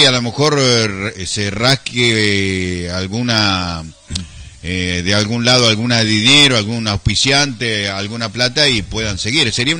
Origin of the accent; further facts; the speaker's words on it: Colón, Argentina; yo se lo estoy diciendo que soy de Colón